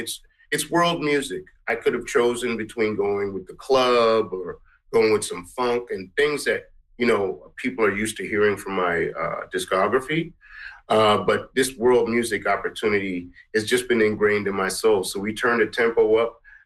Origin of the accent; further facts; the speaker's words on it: Guyana; now in Canada; I'm from Guyana, and … I'm mixed. So it's part of me as well, the South Asian, as we call it, culture.